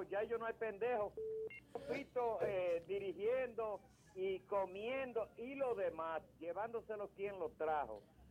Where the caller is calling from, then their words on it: Dominican Republic; somos dominicanos